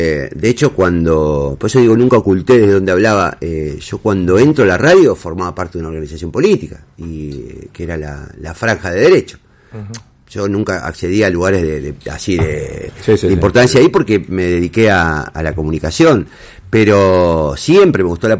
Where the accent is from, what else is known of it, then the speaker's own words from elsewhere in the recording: Santa Fe, Argentina; me quedé en Santa Fe, en lugar de ir a estudiar comunicación afuera, me quedé en Santa Fe